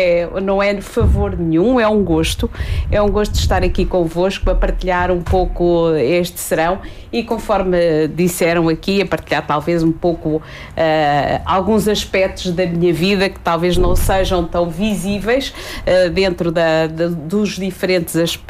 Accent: Coja, Coimbra, Portugal; also born or lived in Lisbon; Mas sempre me identifiquei como sendo cojense, na medida em que só fui lá nascer, portanto sou verdadeiramente coja. Nasci, fiz lá a minha escola primária

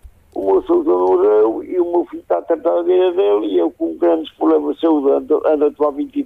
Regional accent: Tábua, Centro, Portugal; also born or lived in Carragozela, Seia; now in Folhadosa, Seia, Portugal; Estou aqui internado, sou natural de Ásia, Conselho de Tábua.

